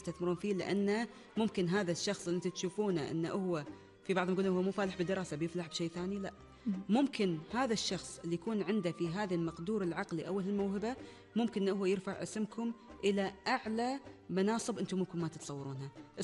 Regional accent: Kuwait; والحمد لله إحنا وايد متوفرين بالكويت وبكثرة.

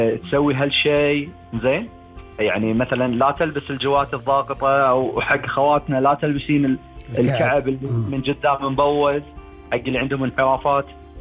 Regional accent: Kuwait; عندنا بالكويت

